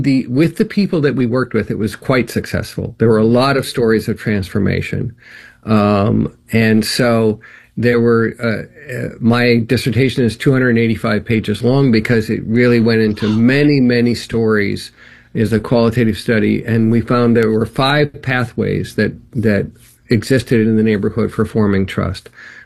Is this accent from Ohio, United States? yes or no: no; Indiana, United States; born or raised there